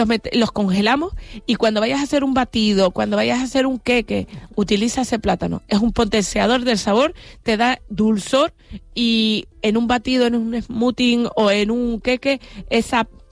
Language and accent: Spanish; Canary Islands, Spain; yo voy a decir que soy la canaria que le gusta el plátano